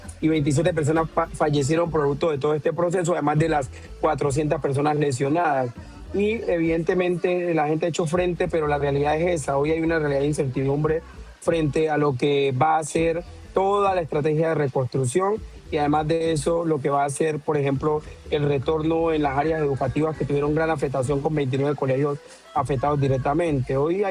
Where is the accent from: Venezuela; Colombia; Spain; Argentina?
Colombia; Buenaventura, Valle del Cauca; desde Buenaventura, mi tierra querida